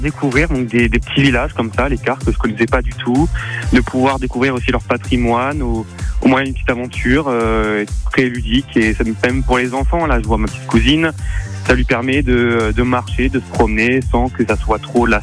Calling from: Condat-sur-Vienne, Nouvelle-Aquitaine, France; moi je suis de Condat-sur-Vienne.

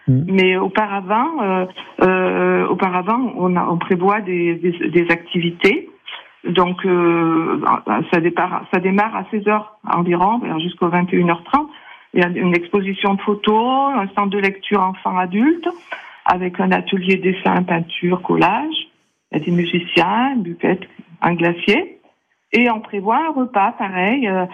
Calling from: Chassagne, Auvergne-Rhône-Alpes, France; À Chassagne, en Haute-Loire.

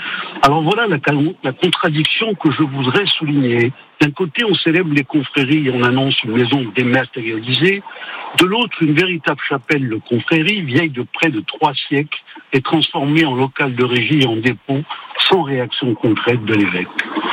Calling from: Pietra-di-Verde, Corsica, France; Je suis de Pietradiver

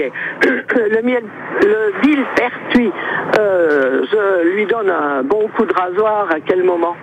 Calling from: Damerey, Bourgogne-Franche-Comté, France; J'habite à Damré

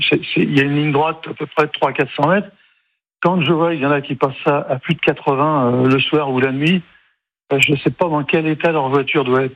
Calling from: Bourg-lès-Valence, Auvergne-Rhône-Alpes, France; j'habite à Marcurtin, à Bourg-lès-Valence.

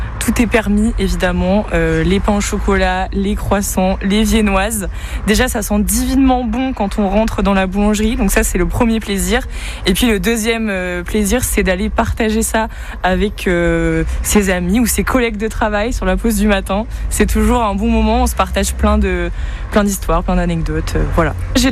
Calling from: Montfort-sur-Meu, Brittany, France; je suis de Montfort-sur-Meux

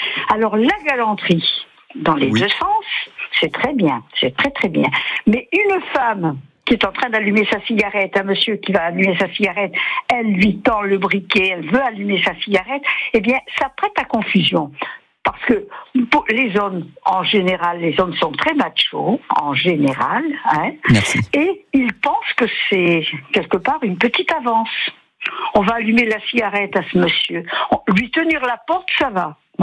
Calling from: Ciboure, Nouvelle-Aquitaine, France; Bonjour, je vous appelle de Cibourg.

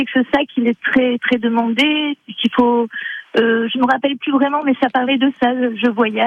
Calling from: Nouvelle-Aquitaine, France; Moi je suis dans le département voisin, je suis en Charente à Écura.

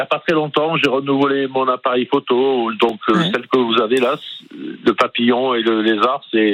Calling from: Corsica, France; je suis en Corse

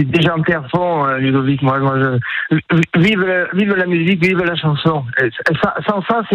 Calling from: Nice, Provence-Alpes-Côte d'Azur, France; moi je suis pas à Cannes, je suis à Nice.

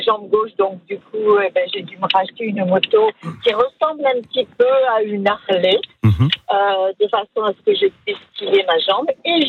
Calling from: Lesparre-Médoc, Nouvelle-Aquitaine, France; j'habite à l'Espargne-Médoc.

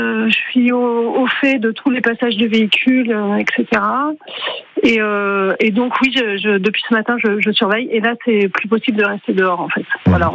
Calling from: Millas, Occitanie, France; j'habite à Mias, dans le centre de Mias, sur la route des Stagelles, donc je suis à proximité de la caserne des pompiers

